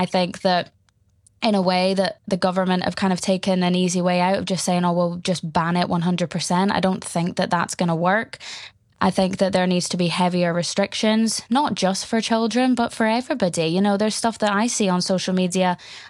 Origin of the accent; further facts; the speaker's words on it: a Scottish island, Scotland, United Kingdom; I'm from a Scottish island